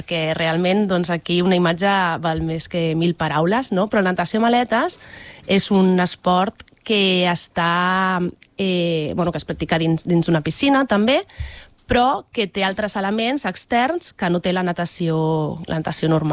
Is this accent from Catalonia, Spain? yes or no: yes; L'Hospitalet de Llobregat, Catalonia, Spain; now in Cornellà de Llobregat, Spain